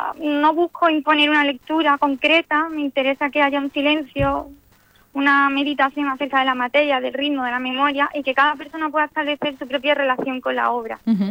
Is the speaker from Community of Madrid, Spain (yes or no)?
no; Morón de la Frontera, Andalusia, Spain; como es el caso de que ahora pues puedo disfrutar de proyectos en mi tierra.